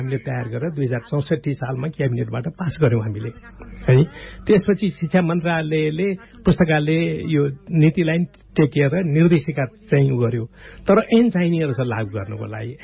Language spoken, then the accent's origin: Nepali; Bagmati, Nepal; मेरो घर रामेछाप हो